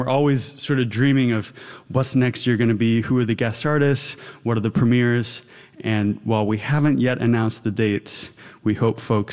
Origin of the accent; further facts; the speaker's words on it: Seattle, Washington, United States; Growing up in Seattle, he was living here at the time